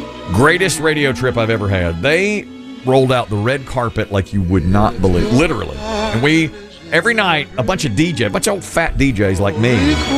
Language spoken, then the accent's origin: English; Cedar Rapids, Iowa, United States; We're from Cedar Rapids.